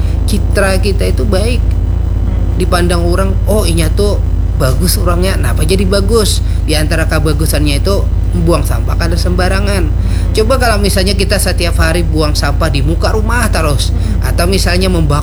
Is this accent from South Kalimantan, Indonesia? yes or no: yes; South Kalimantan, Indonesia; Makanya kita itu orang Banjar itu kada denang mengenal denda tuh rasanya kada denda macam-macam.